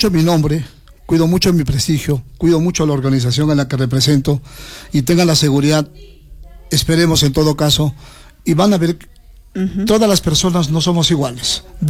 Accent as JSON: {"language": "Spanish", "region": "Arequipa", "country": "Peru", "said": "yo les garantizo como arequipeño"}